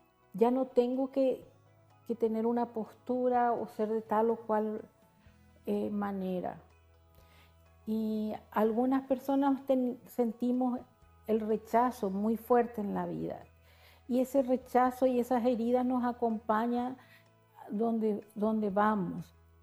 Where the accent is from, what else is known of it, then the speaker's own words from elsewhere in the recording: Asunción, Paraguay; soy de Asunción, Paraguay.